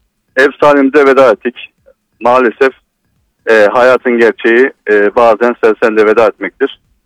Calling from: Mersin, Turkey; Mersin'den.

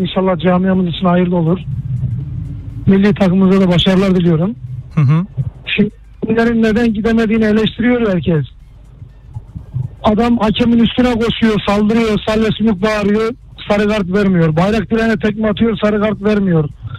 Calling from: Istanbul, Turkey; İstanbul'dan arıyorum.

